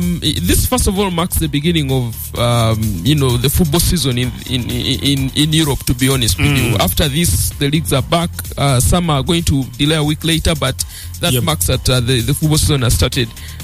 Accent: Scotland, United Kingdom; I'm Scottish, no?

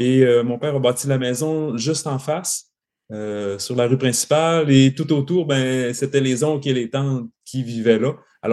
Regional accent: Saint-Prime, Quebec, Canada; Alors, je suis originaire de Saint-Prime, un petit village du lac Saint-Jean. C'est un petit village agricole de campagne situé entre Roberval et Saint-Félicien.

